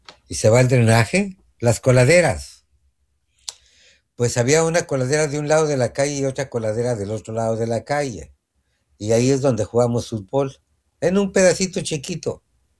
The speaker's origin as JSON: {"language": "Spanish", "region": "Mexico City", "country": "Mexico", "tie": "born or raised there", "said": "Yo nací en el DF y nací en un barrio"}